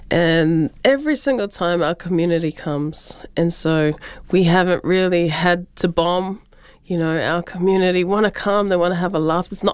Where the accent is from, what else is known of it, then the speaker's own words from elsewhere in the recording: Auckland, New Zealand; we're all women, we're all Pacific, we're all from South Auckland